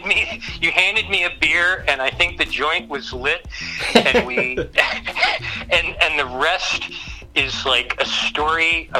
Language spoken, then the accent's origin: English; Ohio, United States; I grew up in Ohio, right? So for me, okay. Just think about Ohio in the 70s.